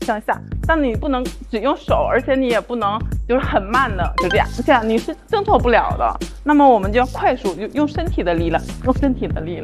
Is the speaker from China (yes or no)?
yes; Northeast China, China; 但我小的时候在家里，我们家就经常吃酸菜，因为我们在东北嘛